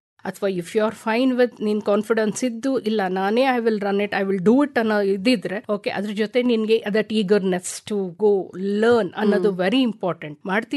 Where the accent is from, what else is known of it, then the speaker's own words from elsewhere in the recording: Mysore, Karnataka, India; ಮೈಸೂರಿನವಳು, ಹುಟ್ಟಿ ಬೆಳೆದಿದ್ದು ಎಲ್ಲ ಮೈಸೂರಿನಲ್ಲೇ.